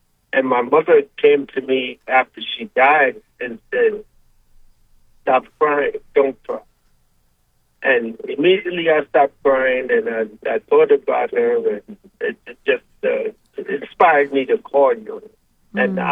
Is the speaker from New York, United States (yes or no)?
yes; Brooklyn, New York, United States; Brooklyn.